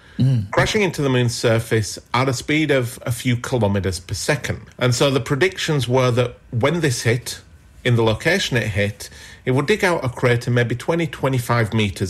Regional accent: Yorkshire and the Humber, United Kingdom; It's just like growing up in Yorkshire again.

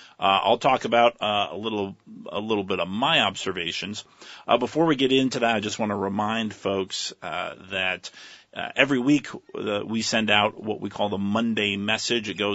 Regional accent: Brandon, Vermont, United States; my hometown of Brandon, Vermont

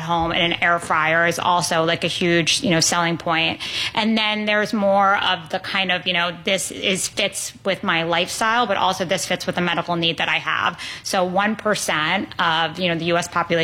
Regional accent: New York City, New York, United States; I grew up in New York City. My family owned restaurants.

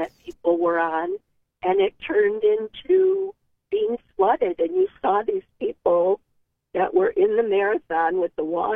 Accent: South Euclid, Ohio, United States; I grew up in South Euclid.

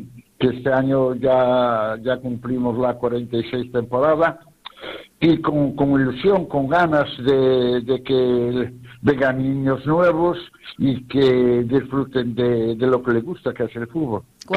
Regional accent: Redondela, Galicia, Spain; como soy un amante de mi pueblo y sí. Sabes que Redondela hay muchas actividades lúdicas y de cultura y de todo eso

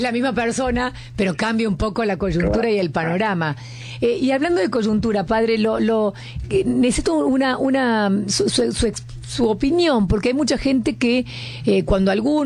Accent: Argentina; Nos va a interpelar a todos como pueblo argentino

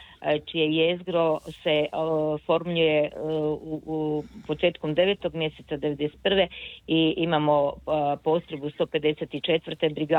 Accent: Ogulin, Karlovac County, Croatia; also born or lived in Mali Lošinj; now in Pula, Croatia; ja sam rodom inače iz Ogulina

